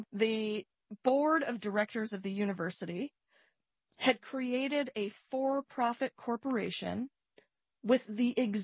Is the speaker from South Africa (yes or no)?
no; Akron, Ohio, United States; I grew up in Akron, Ohio. So we immigrated to this country when I was a toddler in the late 1970s